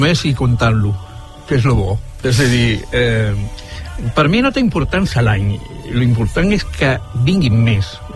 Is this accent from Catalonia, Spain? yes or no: no; Alcalá de Guadaíra, Andalusia, Spain; born there; vaig néixer a Alcalá de Guadaira, un poble, bueno, és una gran ciutat de Sevilla